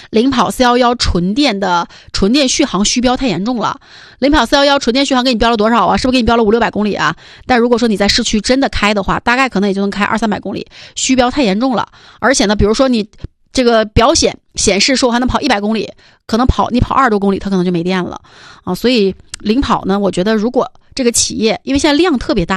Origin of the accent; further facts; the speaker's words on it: Northeast China, China; 咱们都是东北老乡啊，咱们东北人